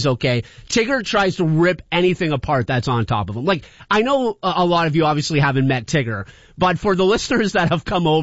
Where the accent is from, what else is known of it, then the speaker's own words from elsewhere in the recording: Ontario, Canada; We're Canadian, but yeah, the one at Walkerville for Canada.